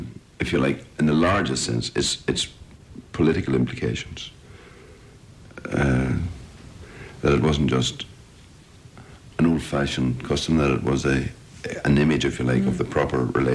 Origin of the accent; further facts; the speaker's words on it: Ireland; As a group in Ireland, I mean, part of the being Irish, and this is one of the things I lament